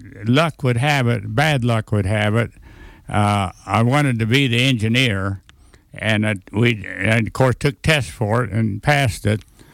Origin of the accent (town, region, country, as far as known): Dalhart, Texas, United States